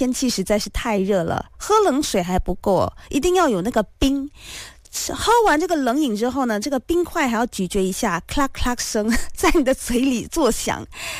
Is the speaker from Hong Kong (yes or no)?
no; Malaysia; also born or lived in Taiwan; 这我以前在台湾念书的时候经常遇到这种情况，我们马来西亚人之间说话嘛